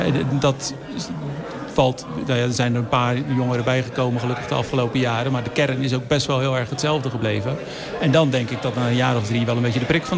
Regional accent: Strijen, South Holland, Netherlands; also born or lived in Dordrecht; Ik ben in Dordt geboren in het ziekenhuis, maar ik woon sinds dag 2 zeg maar in Strijen en dan ben ik ook nog nooit weggegaan.

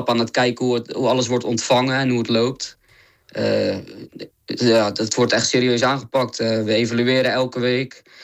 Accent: Middelharnis, South Holland, Netherlands; also born or lived in Dirksland; Ik kom uit Middelharnis, geboren in Dirksland. Een echte flakkeenaar ben ik.

